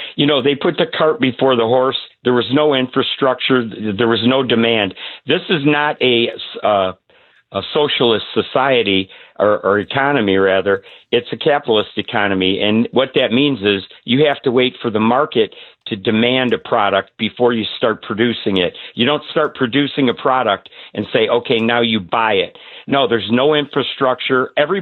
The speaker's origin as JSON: {"language": "English", "region": "Michigan", "country": "United States", "said": "Macomb County, just north of Detroit."}